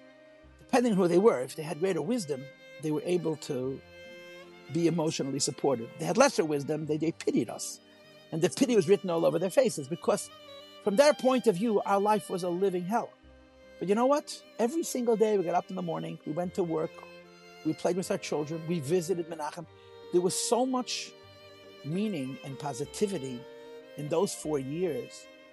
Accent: New York City, New York, United States; I grew up in Crown Heights. I grew up at the Rebbe's feet. I was very, very fortunate. I was born in 1965.

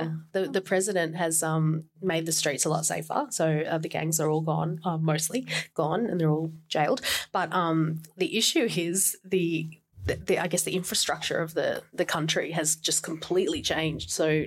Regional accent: El Salvador; now in Australia; There's a lot of us here, and there's just this immense pride for where we come from, where our roots are, but also how we are all Australian as well.

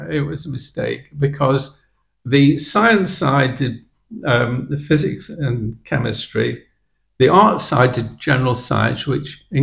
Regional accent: Manchester, North West England, United Kingdom; moved away; I came down from Manchester

